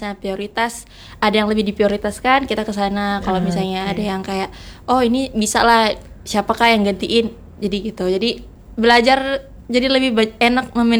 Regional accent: Pontianak, West Kalimantan, Indonesia; kalau kita itu orang Pontianak lah, kayak bisa kalau saya kan hidupnya lama di sini ya, Kak. Lama di Pontianak.

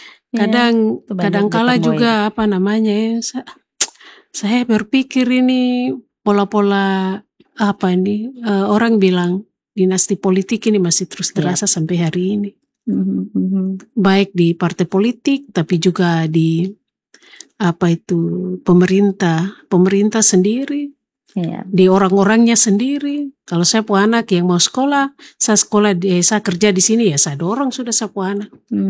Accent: Papua, Indonesia; Kita orang Papua

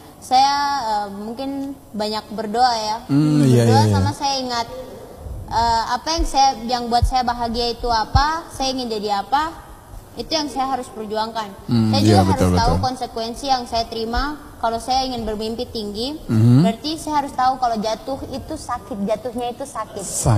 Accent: Eastern Indonesia, Indonesia; kan kita dari Indonesia Timur kan dikenal dari orang-orang

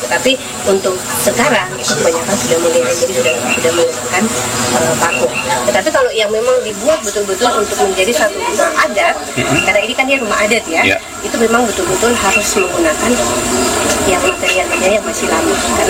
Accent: Biak, Papua, Indonesia

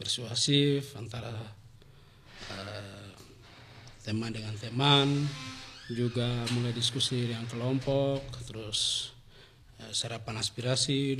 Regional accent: Highland Papua, Indonesia; kami orang Hubula

